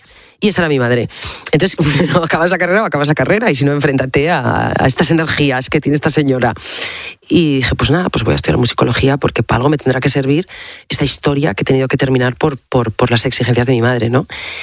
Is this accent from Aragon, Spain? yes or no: no; Asturias, Spain; Mi pueblo mola un montón, pero hace 40 años era una cosa, a ver, muy chiquitilla. O sea, quieres, yo a los chavales se lo cuento o en las entrevistas lo hablo. Asturias, hace 40 años, bueno, España, pero Asturias es que, hijo, ya teníamos el Huerna